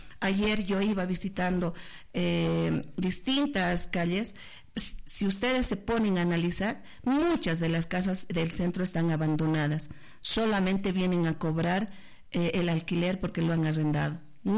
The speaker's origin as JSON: {"language": "Spanish", "region": "Potosí", "country": "Bolivia"}